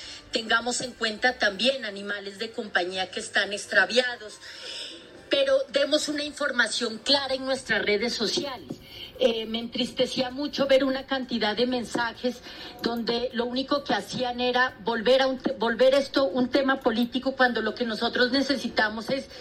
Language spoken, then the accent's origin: Spanish; Colombia